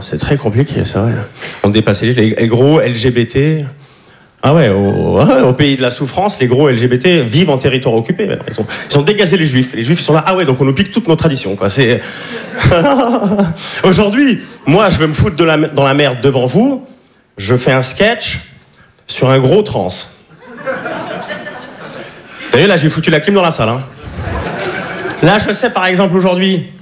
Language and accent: French; Switzerland; Enfin, vous me voyez comme un provincial. Parce que je suis suisse, sauf que moi, j'ai du pouvoir d'achat.